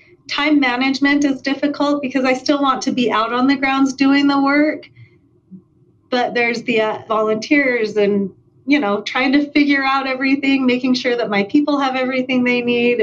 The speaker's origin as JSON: {"language": "English", "town": "Springville", "region": "Utah", "country": "United States", "tie": "born or raised there", "said": "I grew up in Springville, Utah."}